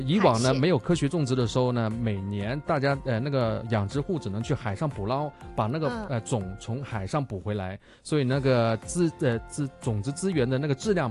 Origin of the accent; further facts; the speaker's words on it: Guangzhou, Guangdong, China; 青蟹呢就我们广州人叫肉蟹